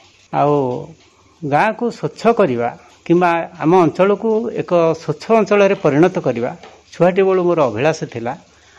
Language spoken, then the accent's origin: Odia; Tangar, Odisha, India; ଆମ ଗାଁ ନାଁ ହେଉଛି ଟାଙ୍ଗର, ଏଇ ପଥର ଉପରେ ଆମେ ଗୋଟିଏ ଭଲ ମନ୍ଦିର ତିଆରି କରିଛୁ